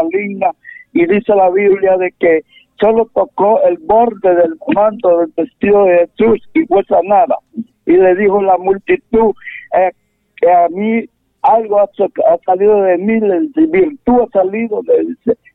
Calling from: San Luis, Santa Bárbara, Honduras

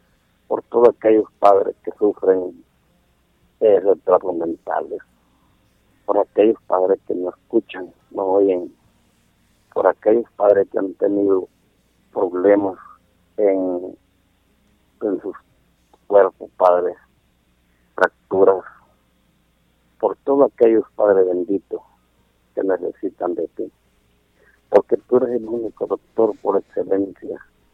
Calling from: Honduras; Lo llamo de Paterique.

